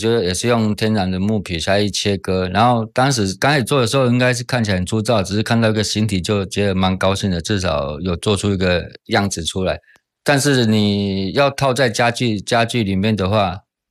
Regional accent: Taiwan; 我们台湾人其实就是去那边就当台干嘛

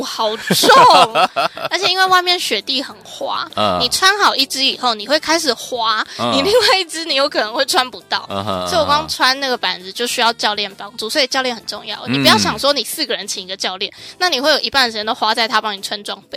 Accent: Taiwan; 我们从台湾。

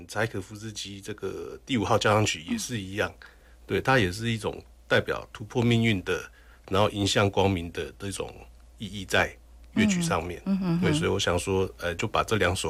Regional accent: Yilan County, Taiwan; 我是宜兰人

